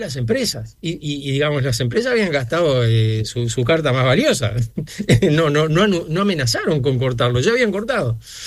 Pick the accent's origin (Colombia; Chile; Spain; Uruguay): Uruguay; soy uruguayo.